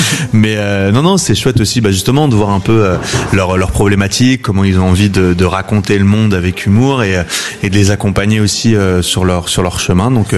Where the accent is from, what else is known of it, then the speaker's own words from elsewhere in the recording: Saint-Étienne, Auvergne-Rhône-Alpes, France; En tant que stéphanois aussi.